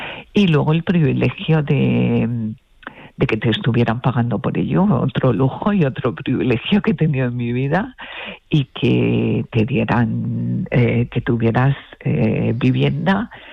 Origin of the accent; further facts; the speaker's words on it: Jaén, Andalusia, Spain; also born or lived in Barcelona / Madrid / Málaga / Rome; Como provengo de distintos sitios de España, provengo de Jaén, de Barcelona, de Madrid, también soy malagueña porque llevo muchos años aquí